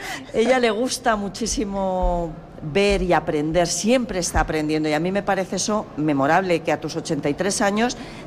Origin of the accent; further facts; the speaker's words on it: Castilla-La Mancha, Spain; born there; la provincia de Cuenca, que es donde yo nací